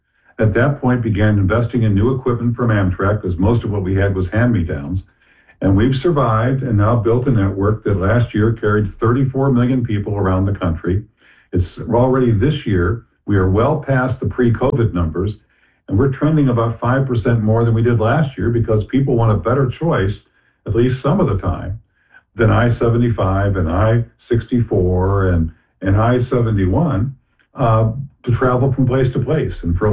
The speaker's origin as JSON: {"language": "English", "town": "Dayton", "region": "Ohio", "country": "United States", "tie": "born or raised there", "said": "I'm an Ohio native. I was born in Dayton"}